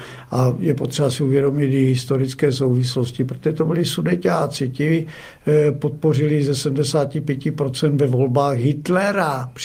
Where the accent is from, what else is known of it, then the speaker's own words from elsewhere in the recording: South Moravian Region, Czechia; já pocházím z Jihomoravského kraje a vím, že naprostá většina občanů Jihomoravského kraje si to nepřeje